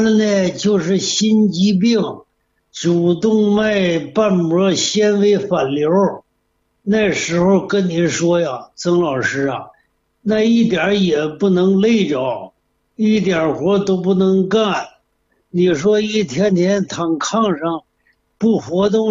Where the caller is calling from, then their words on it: Dalian, Liaoning, China; 我是大连的